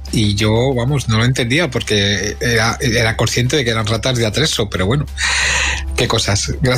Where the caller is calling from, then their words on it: Madrid, Community of Madrid, Spain; de Madrid.